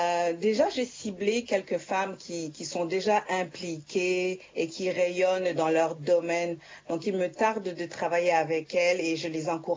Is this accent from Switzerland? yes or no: no; Montreal, Quebec, Canada; born there; also born or lived in Bangui; Moi, je suis née à Montréal, puis évidemment j'ai vécu aussi à Bangui en France